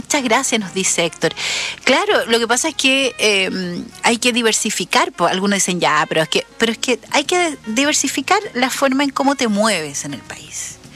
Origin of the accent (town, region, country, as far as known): Chile